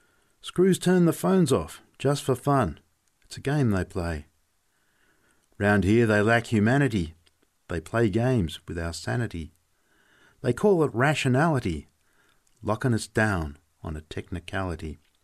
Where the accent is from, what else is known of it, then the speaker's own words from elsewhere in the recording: Wellington, New South Wales, Australia; I'm an Aboriginal man from Wellington and Wiradjuri is my clan. I grew up on Nanima Mission. What a perfect place to go fishing. Kicking back on country, on my homeland.